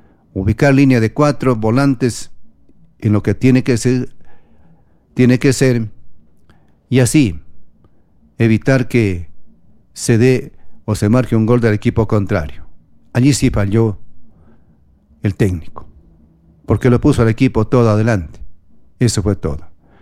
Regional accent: Ecuador; nosotros como aficionados, como ecuatorianos

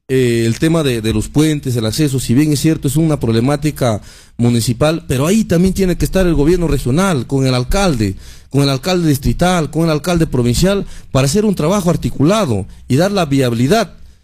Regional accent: Anguía, Cajamarca, Peru; nosotros somos de Anguía también

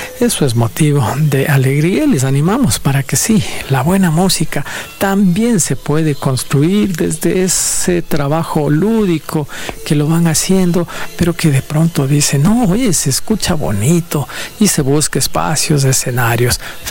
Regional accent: Ecuador; Así somos los ecuatorianos.

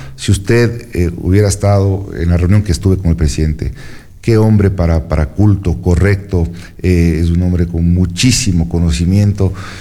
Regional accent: Loja, Ecuador; lo que somos los lojanos. Somos gente culta, somos gente respetuosa

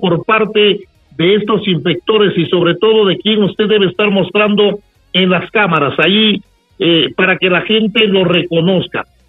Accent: Cutervo, Cajamarca, Peru; los que conocemos y somos de Cutervo

